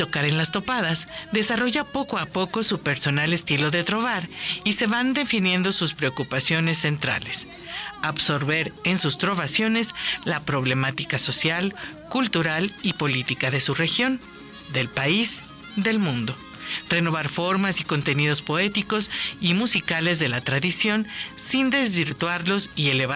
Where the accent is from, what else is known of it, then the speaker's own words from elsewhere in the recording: Mexico; todos nosotros como mexicanos